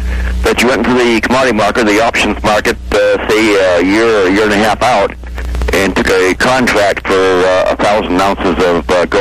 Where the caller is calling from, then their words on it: Vancouver, Washington, United States; Yes, I'm calling from Vancouver, Washington.